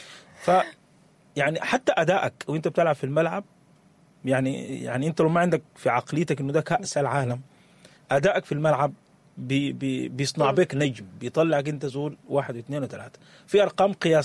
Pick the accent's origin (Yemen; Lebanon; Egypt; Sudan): Sudan